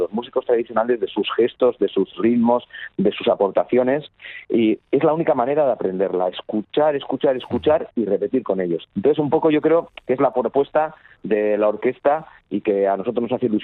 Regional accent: Basque Country, Spain; yo soy del País Vasco y entonces la música tradicional de aquí, del País Vasco y del Pirineo, para nosotros tiene una importancia muy grande

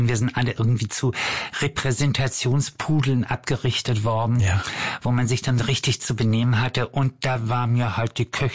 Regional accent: Germany; also born or lived in United States; Mein Vater war gebürtiger ist Amerikaner. Also ich bin deswegen auch in Amerika geboren. Und meine Eltern ließen sich scheiden, als ich 3 Jahre alt war. Meine Mutter ging zurück nach Deutschland und dann bin ich bei ihrer Familie aufgewachsen.

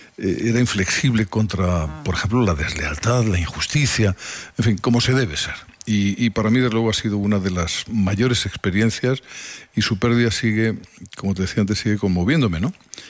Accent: Albacete, Castilla-La Mancha, Spain; moved away as an adult; now in Madrid, Spain; Yo vengo de Albacete a estudiar periodismo

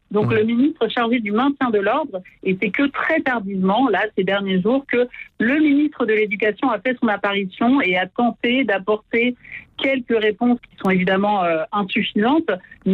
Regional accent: France; moi, je suis binationale. Je suis née, j'ai grandi en France, mais mon père était basque espagnol. Donc, j'ai la nationalité des deux pays.

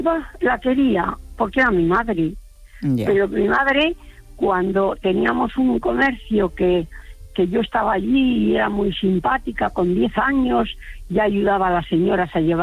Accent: Burgos, Castile and León, Spain; born there; Pues es que yo nací en Burgos

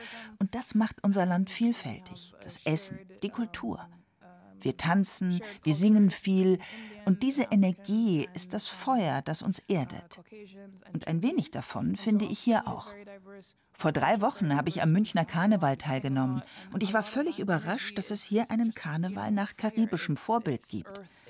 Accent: Trinidad & Tobago; Nach Trinidad komme ich nicht so häufig, aber ich vermisse meine Heimat sehr.

